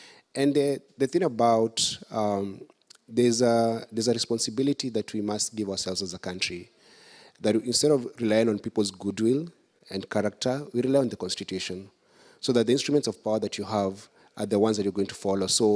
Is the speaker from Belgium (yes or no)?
no; Kenya; So I'm lucky to live in Kenya and to be a Kenyan.